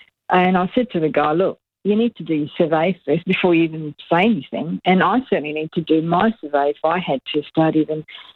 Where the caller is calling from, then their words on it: Adelaide, South Australia, Australia; I'm in from Adelaide, and I didn't realise. I thought I was speaking to 5AA in Adelaide.